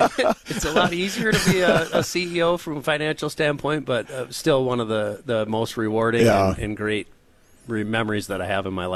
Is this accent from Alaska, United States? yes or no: no; Hettinger, North Dakota, United States; I'm very proud to say that I'm from North Dakota. Grew up on a farm and ranch down in Hettinger.